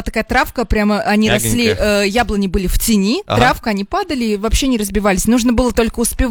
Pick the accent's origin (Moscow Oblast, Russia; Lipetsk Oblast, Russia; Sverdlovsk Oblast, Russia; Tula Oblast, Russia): Lipetsk Oblast, Russia; я из Липецкой области, и там, ну, это прям родина яблок